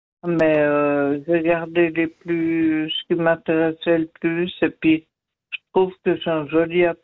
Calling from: La Tour-de-Peilz, Vaud, Switzerland; moi je suis à la Tour de Paix.

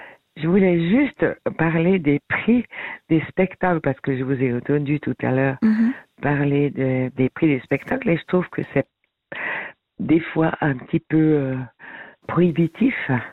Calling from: Vaud, Switzerland; Oh, j'habite dans le canton de Vaud

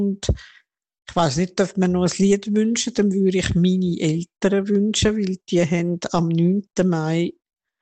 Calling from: St. Gallen, Switzerland; von St. Gallen.

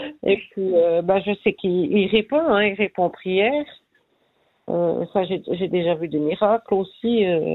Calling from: Delémont, Jura, Switzerland; j'habite à Delémont.

